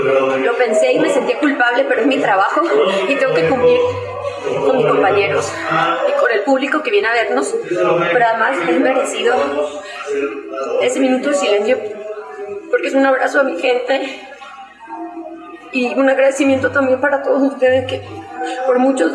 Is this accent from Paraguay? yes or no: no; Venezuela; moved away; nos sirve para unirnos como venezolanos